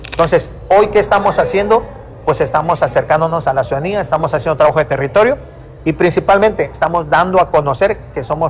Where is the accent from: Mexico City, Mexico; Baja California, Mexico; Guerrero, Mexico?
Guerrero, Mexico; Acapulco; por ser pues de Acapulco